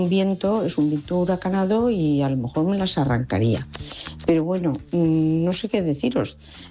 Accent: Valencia, Valencian Community, Spain; soy de Valencia.

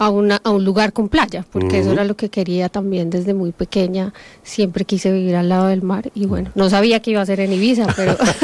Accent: Bogotá, Bogotá Capital District, Colombia; moved away as an adult; Yo soy de Bogotá, Colombia.

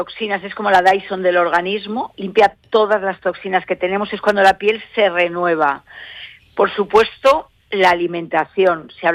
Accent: Santander, Cantabria, Spain; moved away as an adult; also born or lived in Granada; yo pasé mi niñez y mi adolescencia en Santander.

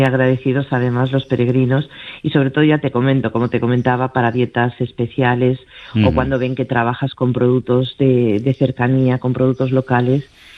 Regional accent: Galicia, Spain; also born or lived in Madrid; Yo soy gallega, he estado 5 años fuera en Madrid, pero el resto de mi vida la he vivido en Galicia

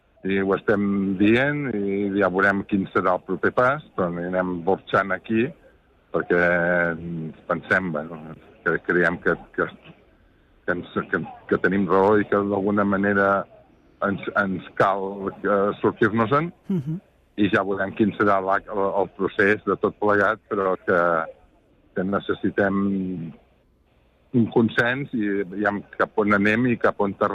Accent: Catalonia, Spain; soc del Penedès i bàsicament tinc vinyes

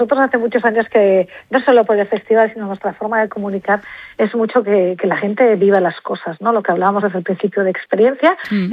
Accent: Spain; Nosotros como comunidad, ¿no?, como españoles, como mediterráneos.

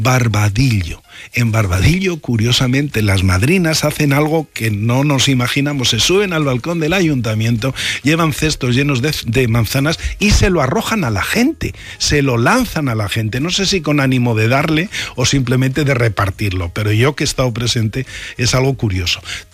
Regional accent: Castile and León, Spain; born there; en el Campo de Argañán, donde yo nací

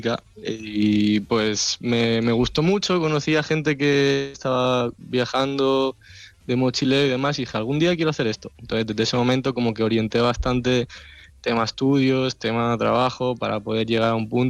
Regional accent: Terrassa, Catalonia, Spain; Yo soy de Tarrasa.

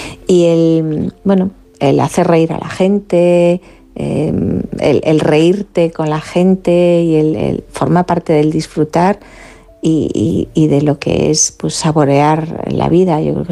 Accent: Galicia, Spain; La ironía, que yo que soy gallega, bueno, respiramos la ironía como parte del idioma, ¿no?

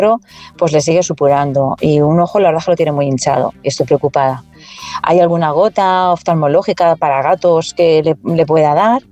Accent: Valencia, Valencian Community, Spain

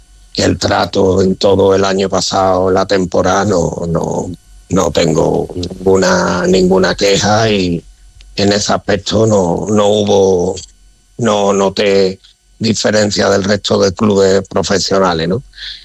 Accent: Seville, Andalusia, Spain; moved away as an adult; now in Ceuta, Spain; lo dice alguien que no ha nacido en Ceuta, ¿eh? Soy un sevillano, pero desde que llegué

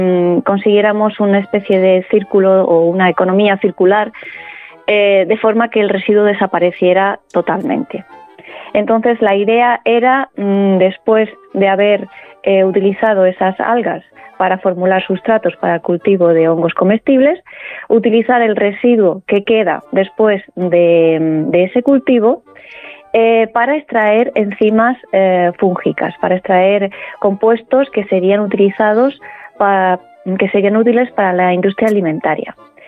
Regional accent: Murcia, Region of Murcia, Spain; soy murciana. Tengo, nací en Murcia, crecí toda mi infancia

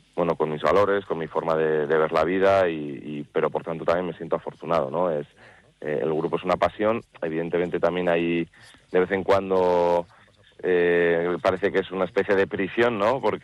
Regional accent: Vitoria-Gasteiz, Basque Country, Spain; born there; Yo soy nacido aquí en Gasteiz, y pues igual en invierno estoy más en Gasteiz, en verano más en Yécora.

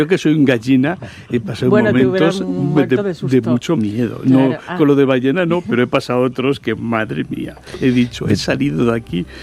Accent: Madrid, Community of Madrid, Spain; yo como soy de Madrid, pues dije, pues normal.

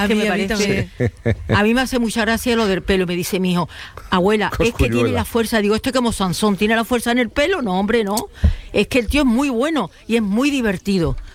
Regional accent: Málaga, Andalusia, Spain; yo soy de Málaga, pues yo quiero que gane España.

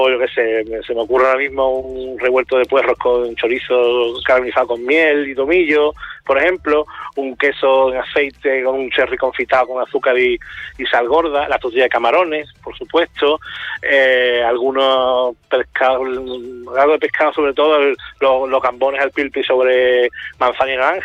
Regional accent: San Fernando, Andalusia, Spain; moved away; Yo soy de San Fernando, de Cádiz, entonces el punto marítimo, el guiño a Cádiz siempre lo traigo

